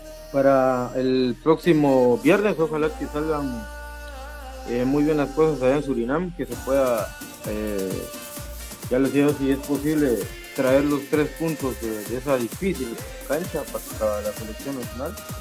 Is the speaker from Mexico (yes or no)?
no; Guatemala; somos guatemaltecos